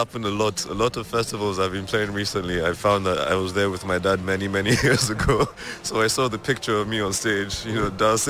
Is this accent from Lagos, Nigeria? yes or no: yes; Lagos, Nigeria; So there's five of us from Lagos.